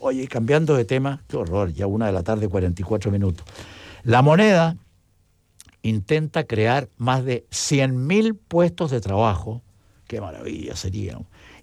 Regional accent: Chile; lo digo con mucho respeto como chileno común y corriente.

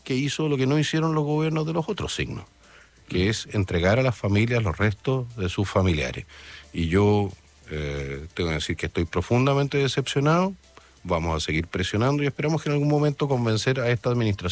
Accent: Chile; nuestro Chile

